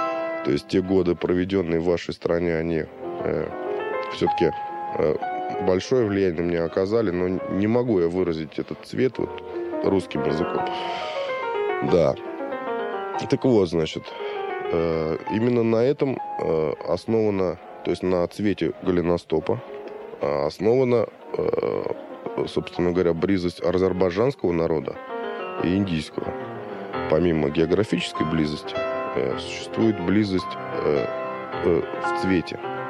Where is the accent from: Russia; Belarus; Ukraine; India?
India